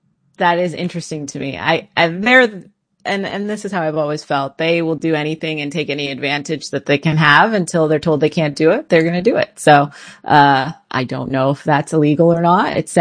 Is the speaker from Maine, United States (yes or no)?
yes; Maine, United States; moved away as an adult; also born or lived in Boston; now in Jacksonville, United States; I'm from Maine originally, and then I went to school in Boston